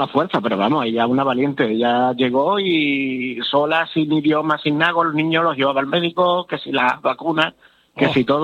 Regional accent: El Puerto de Santa María, Andalusia, Spain; moved away; Soy del Puerto Santa María.

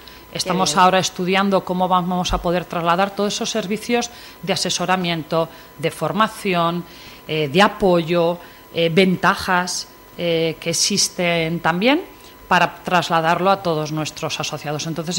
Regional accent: Calatayud, Aragon, Spain; desde Calatayud

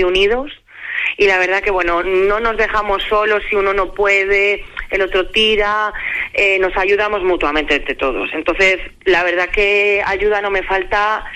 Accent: Medina del Campo, Castile and León, Spain; para un medinense sabe lo que es. O sea, yo, si a mí me ponen las manos de una Virgen, que yo están en mi pueblo y la veo de continuo

